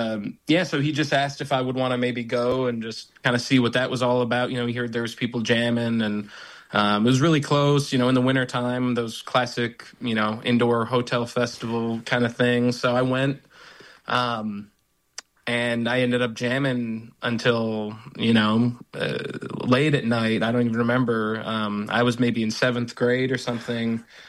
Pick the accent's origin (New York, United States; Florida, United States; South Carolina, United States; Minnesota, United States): Minnesota, United States; Plymouth; Well, I'm from Minnesota originally, right around the Twin Cities, St. Paul, Minneapolis. I grew up in a suburb called Plymouth.